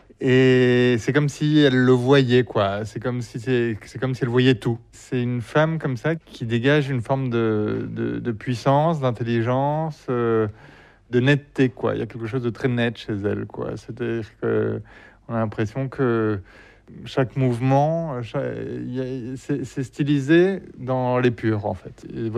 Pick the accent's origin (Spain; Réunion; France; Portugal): Spain; French is a second language; Moi, j'ai grandi en Espagne et il y avait deux cinéastes français qui étaient très importants pour moi en Espagne, là où j'ai grandi.